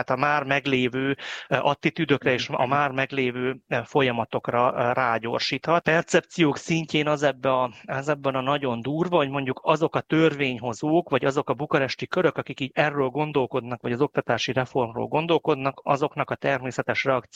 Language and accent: Hungarian; Cluj-Napoca, Cluj County, Romania